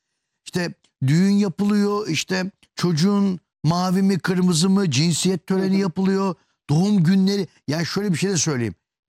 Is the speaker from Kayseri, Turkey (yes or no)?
no; Ödemiş, İzmir, Turkey; ben Ödemiş'te büyüdüm.